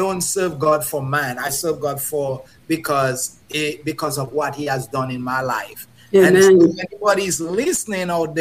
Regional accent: Dominica; now in United States; Growing up in Dominica

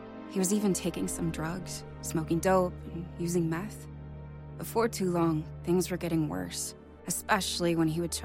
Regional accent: Brainerd, Minnesota, United States; I grew up in Minnesota, in Brainerd.

